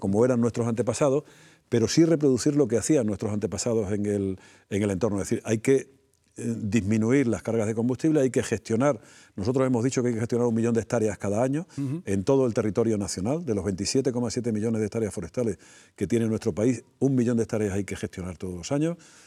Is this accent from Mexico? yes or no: no; Extremadura, Spain; la edad de los montes que tienen en mi tierra, por ejemplo, en las Urdes, en Sierra de Gata